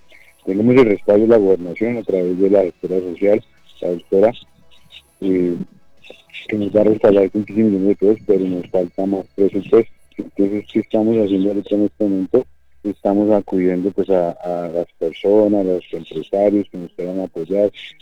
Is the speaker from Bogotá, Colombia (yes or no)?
no; Boyacá, Colombia; Nosotros somos oriundos, o sea, aquí tenemos ahí, somos de Boyacá para el mundo. Vivimos, tenemos nuestro hogar en la vereda Romita, que con Linda en, es fronterizo con Duitama. Entonces vivimos en Paita